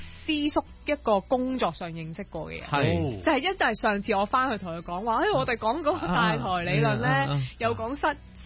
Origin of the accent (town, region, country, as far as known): Hong Kong